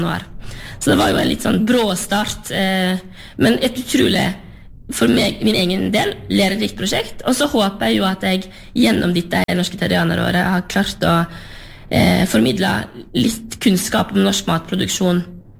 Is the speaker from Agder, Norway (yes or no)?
no; Sørheim, Vestland, Norway; Jeg kommer jo fra Sørheim, på Sørsea og Lustrafjorden, og etter hvert som jeg har vært større, så oppdaget jeg jo at verden er større enn Sørheim